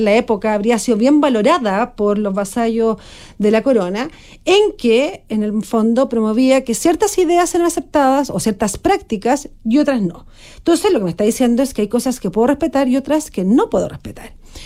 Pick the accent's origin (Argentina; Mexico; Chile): Chile